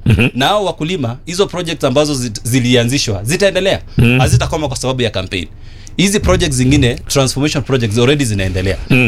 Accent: Nyamira County, Kenya; Mimi na mahali ninatoka pale North Mugirango.

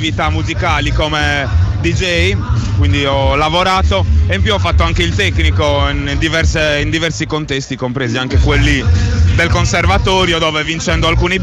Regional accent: Olbia, Sardinia, Italy; moved away as an adult; now in Sassari, Italy; Io vengo da Olbia, anche se originario i miei sono entrambi di Ittiri, quindi le origini ce le ho lì, però sono cresciuto a Olbia, ora sono anni che vivo a Sassari.

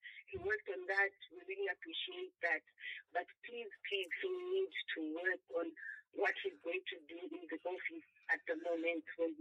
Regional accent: Lusaka, Lusaka Province, Zambia; now in Kabanana, Zambia; I grew up in Garden, that Chimwanze area

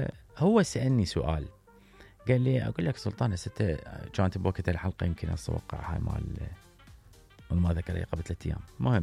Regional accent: Iraq; عندنا بالعراق

